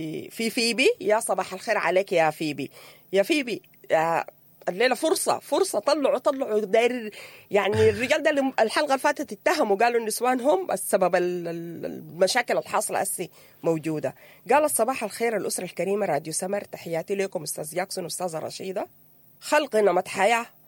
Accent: Sudan; نحن كسودانيين بنعاين للحرية دي

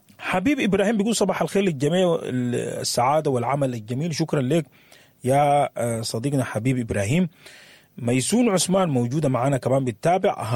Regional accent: Sudan

